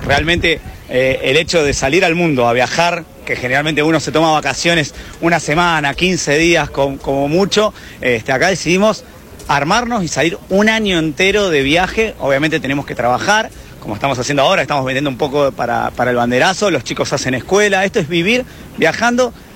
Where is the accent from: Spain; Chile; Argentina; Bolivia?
Argentina; Somos argentinos, hay que vender, hay que decir que refresca.